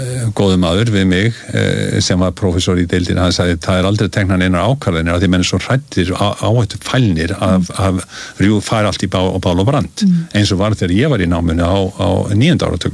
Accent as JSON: {"language": "Icelandic", "country": "United States", "said": "ég kem frá Bandaríkjunum það sem debati var bara hluti af náminu"}